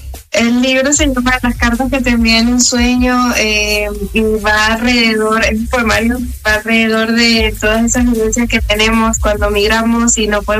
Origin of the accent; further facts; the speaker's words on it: Argentina; now in Spain; cuando yo me fui de Argentina a España hace 4 años